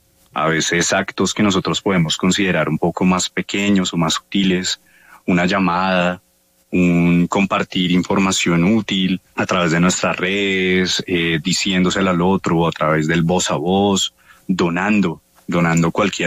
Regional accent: Colombia; en Colombia yo creo que la división y los extremos llegaron a confrontarnos, ¿sí? Como hermanos colombianos, como compatriotas.

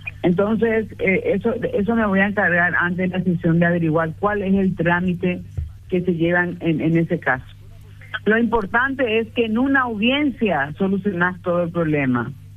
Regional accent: Paraguay

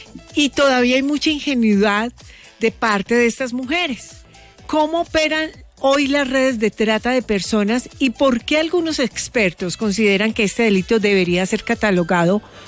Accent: Eje Cafetero, Colombia; Usted sabe que yo soy del Eje Cafetero.

